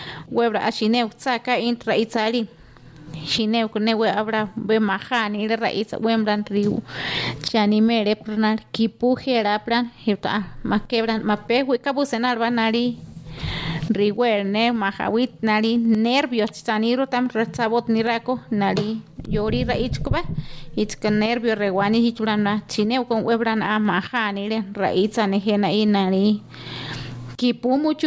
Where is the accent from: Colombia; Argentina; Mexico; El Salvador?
Mexico; Cerquitas; Pues yo soy aquí de Cerquitas.